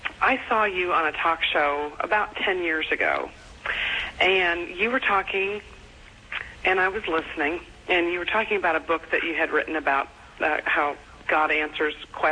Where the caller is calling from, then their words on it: Indiana, United States; Mother, I'm calling from Indiana.